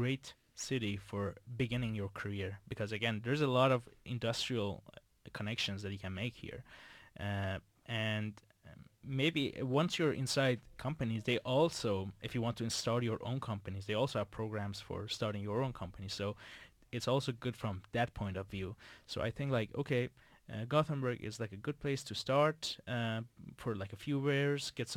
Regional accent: Iran; moved away; Like, I come from Iran, and it's not much more warmer, but it's a bit warmer than here.

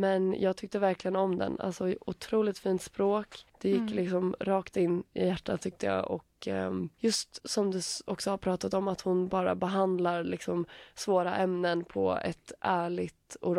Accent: Finland; accent: Finland Swedish; Ursäkta min finlandssvenska.

